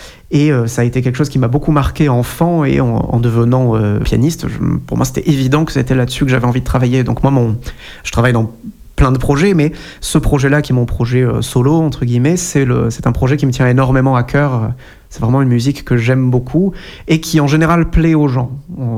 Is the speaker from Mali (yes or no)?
no; Martinique, France; Parce que j'ai grandi en Martinique